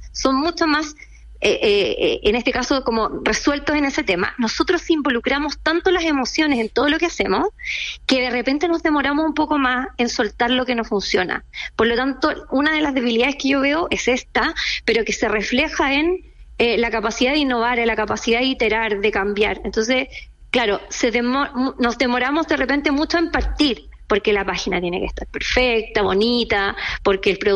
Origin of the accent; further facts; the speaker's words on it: Puerto Montt, Los Lagos, Chile; also born or lived in Temuco, Chile / Argentina; now in Santiago, Chile; Soy de Puerto Montt, nací allá, estudié en Temuco, después estudié en Argentina, llegué a Santiago a los 22 años conociendo a nadie